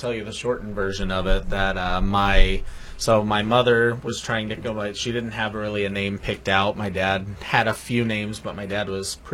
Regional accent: Indiana, United States; moved away as an adult; now in Watertown, United States; born and raised in Indiana. True and true Hoosier.

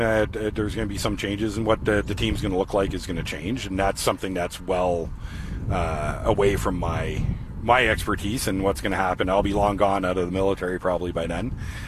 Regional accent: Ottawa, Ontario, Canada; now in Moose Jaw, Canada; But I'm from Ottawa.

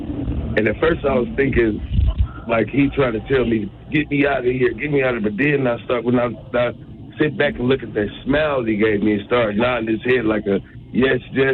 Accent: Milwaukee, Wisconsin, United States; also born or lived in Napa; We was born in Napa, raised in Milwaukee.

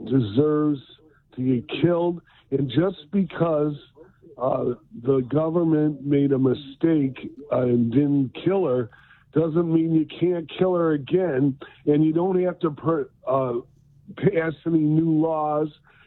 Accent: Detroit, Michigan, United States; Anyway, but I am here, and I'm from Detroit.

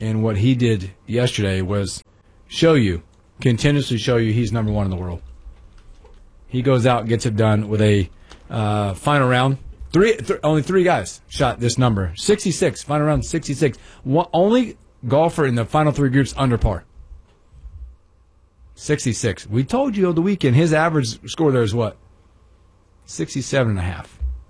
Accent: Charlotte, North Carolina, United States; I grew up in a big city. We grew up in Charlotte.

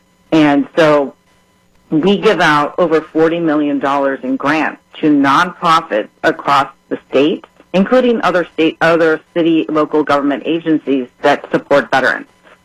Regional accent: Illinois, United States; moved away as an adult; now in Texas, United States; I'm from Illinois originally.

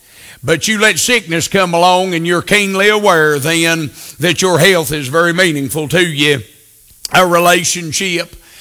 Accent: United States

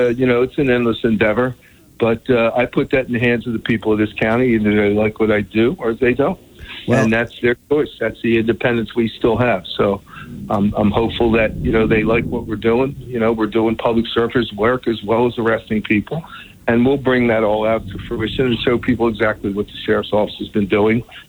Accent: Atlantic City, New Jersey, United States; And, as I feel, Atlantic City's my hometown. It's very sacred to me.

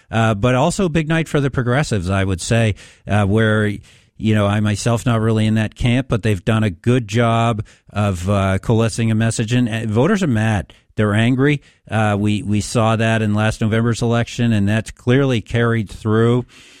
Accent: Maine, United States; I was looking at CD2, which is up in sort of my home country.

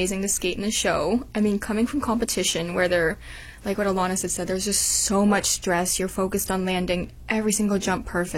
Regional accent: Anchorage, Alaska, United States; Anchorage, Alaska.

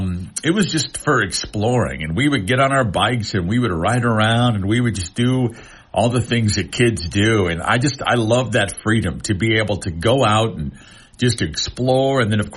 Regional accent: Montana, United States; where I did grow up, and like I said, my hometown, a whole lot like Butte

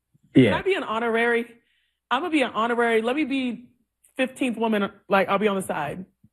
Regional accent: Cypress, Texas, United States; I'm like, oh, I'm from Cypress. Like, oh, you ain't from Houston. I'm from the north side, northwest side.

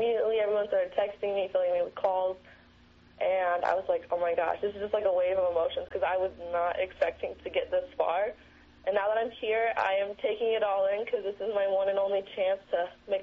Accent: Princeton, Minnesota, United States; I come from Princeton, Minnesota, and I am representing Benton County as a Princess Milky Way finalist. I grew up on a registered Hereford farm, actually

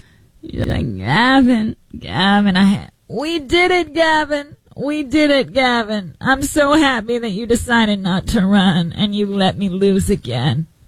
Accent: California, United States; I wouldn't run because no one wants that, and we're both from California.

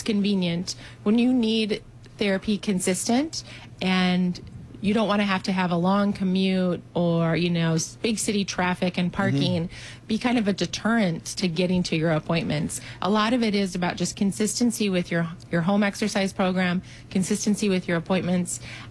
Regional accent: Columbus, Wisconsin, United States; I grew up in Columbus, Wisconsin, and then went off to school at UW-La Crosse.

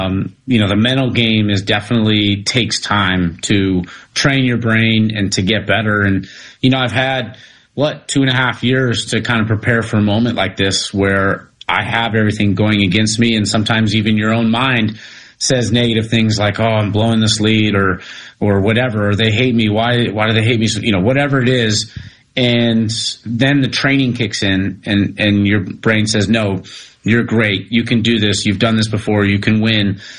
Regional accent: United States; I'm an American boy. I played on the Ryder Cup team. I was in the Olympics.

